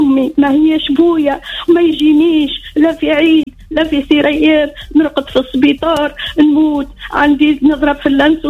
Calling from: Sfax, Sfax Governorate, Tunisia; من صفاقس.

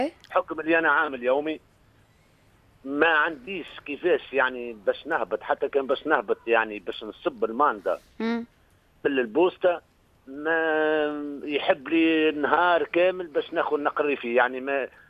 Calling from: Manouba, Tunisia

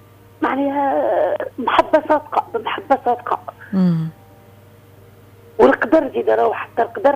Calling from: Sfax, Sfax Governorate, Tunisia; انا من صفاقس

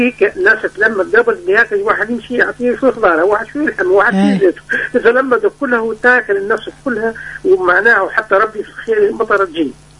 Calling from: Ben Gardane, Medenine, Tunisia; من بن قردان.

